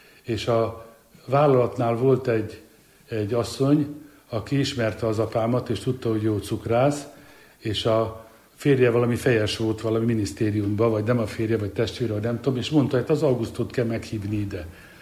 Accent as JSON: {"language": "Hungarian", "region": "Budapest", "country": "Hungary", "tie": "born there", "said": "mi is megkaptuk az engedélyt, visszajöhettünk mi is Budapestre."}